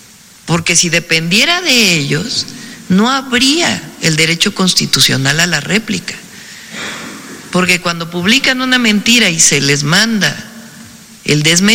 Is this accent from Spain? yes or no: no; Mexico; Somos mexicanos. Soy mexicana. Soy mexicano.